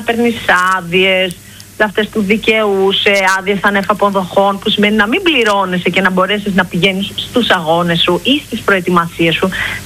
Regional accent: Aigaleo, Attica, Greece; Στην περιοχή που εγώ μεγάλωσα, στο Εγάλιο, είχε πολύ λίγα πράγματα να κάνουμε

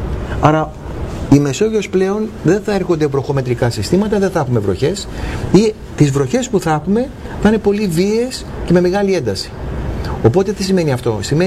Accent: Mantineia, Peloponnese, Greece; εγώ κατάγομαι από τη Μαντινία, Αρκαδία, εκεί ακόμα είναι εντάξει

